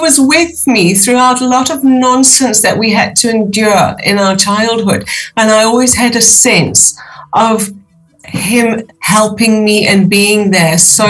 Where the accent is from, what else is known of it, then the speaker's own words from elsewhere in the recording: Durban, KwaZulu-Natal, South Africa; now in East Midlands, United Kingdom; I was raised in Durban in South Africa, and I was the middle child of six.